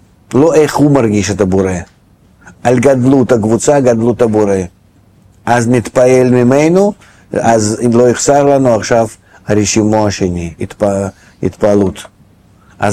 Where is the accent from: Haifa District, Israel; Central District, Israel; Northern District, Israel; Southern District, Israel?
Southern District, Israel; Beersheba; אני מגיע מבאר שבע